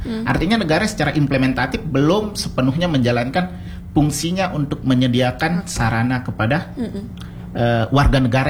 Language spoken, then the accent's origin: Indonesian; Lombok, West Nusa Tenggara, Indonesia; di Lombok, daerah saya tepatnya itu